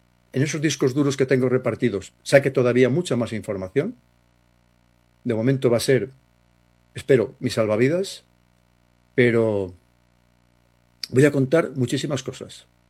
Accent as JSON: {"language": "Spanish", "region": "Castile and León", "country": "Spain", "said": "como cazurro que soy, de donde vengo"}